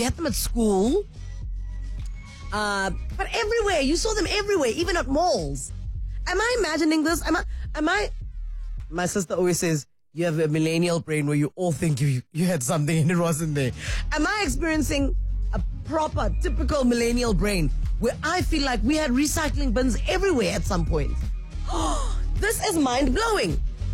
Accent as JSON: {"language": "English", "town": "Soweto", "region": "Gauteng", "country": "South Africa", "tie": "born or raised there", "said": "I grew up in Soweto."}